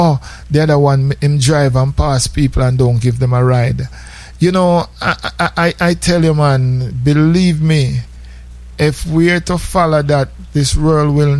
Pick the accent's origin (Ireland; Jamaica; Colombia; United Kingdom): Jamaica; now in United States; when we were growing up in Jamaica, everybody know each other in the community.